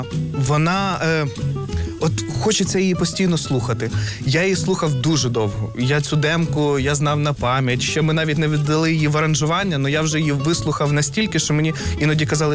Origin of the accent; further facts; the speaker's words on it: Zhytomyr, Zhytomyr Oblast, Ukraine; moved away as an adult; now in Kyiv, Ukraine; З Житомира.